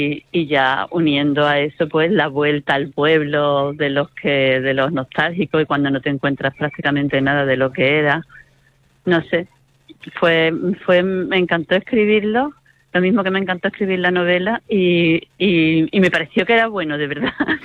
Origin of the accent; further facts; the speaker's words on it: Niebla, Andalusia, Spain; moved away; Mi pueblo, por ejemplo, en Niebla, que es donde yo me crié